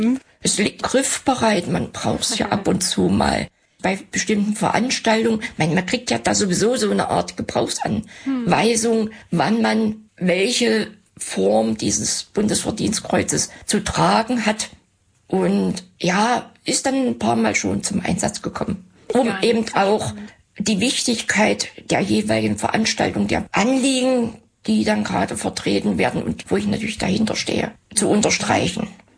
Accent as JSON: {"language": "German", "region": "Saxony-Anhalt", "country": "Germany", "tie": "born or raised there"}